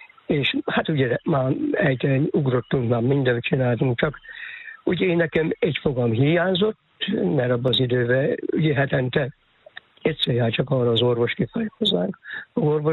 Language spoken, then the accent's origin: Hungarian; Ötömös, Csongrád-Csanád, Hungary; born there; Hát ez ugye Ötömösen volt kint, a szülőházam, ahol volt.